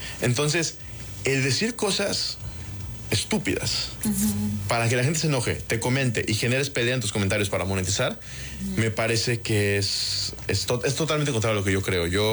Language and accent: Spanish; Yucatán, Mexico; accent: Yucatecan